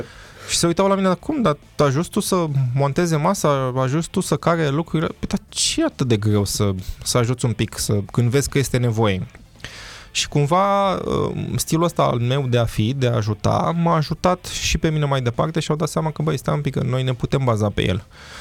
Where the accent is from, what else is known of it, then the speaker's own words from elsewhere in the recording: Romania; suntem români